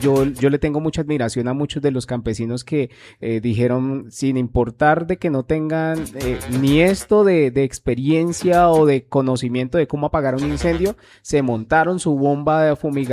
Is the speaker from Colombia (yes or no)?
yes; Colombia; somos colombianos